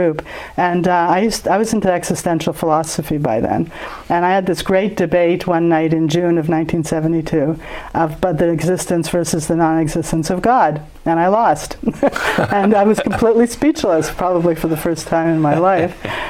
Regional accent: Montreal, Quebec, Canada; born there; Yes, I was born in Montreal.

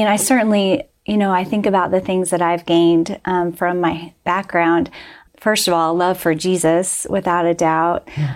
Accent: Springfield, Missouri, United States; So, so I grew up in Springfield, Missouri. We went to the Church of Christ my entire childhood, never went to any other church.

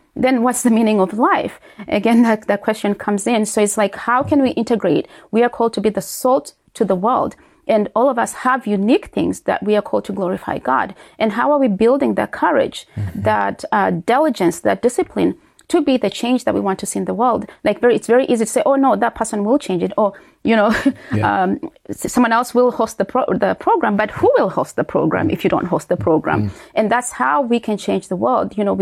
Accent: Uganda; moved away; we grew up in Uganda

